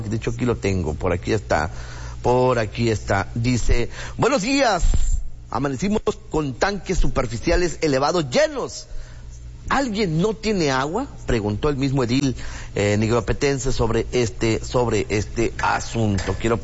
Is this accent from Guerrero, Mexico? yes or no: no; San Luis Potosí, Mexico; hasta mi estado natal, San Luis Potosí, no mi municipio, porque yo soy de la Huasteca